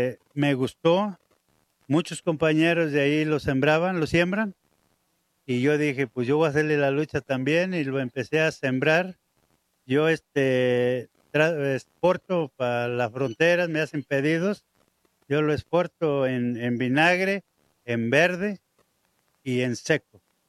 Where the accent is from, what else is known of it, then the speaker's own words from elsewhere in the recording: Tamasopo, San Luis Potosí, Mexico; Yo vengo del municipio de Tamasopo, San Luis Potosí, a presentar mi producto.